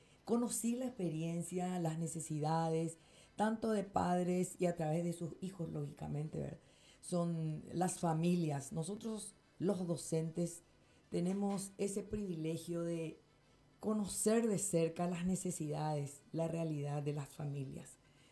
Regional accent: Pedro Juan Caballero, Amambay, Paraguay; la querida ciudad de Pedro Juan Caballero, donde yo nací. Aquí yo crecí, aquí yo estudié, aquí crecieron mis hijos, mis amigos.

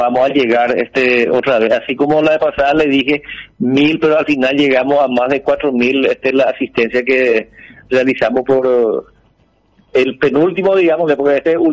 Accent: Paraguay; Somos los paraguayos solidarios

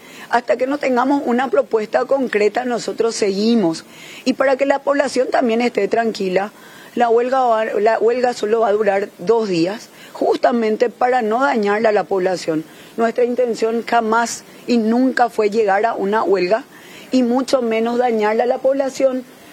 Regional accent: Paraguay; nosotros como ciudadanos paraguayos

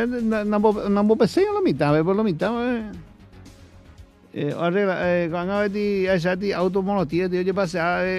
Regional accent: Brazil; now in Paraguay; yo soy brasileño también.

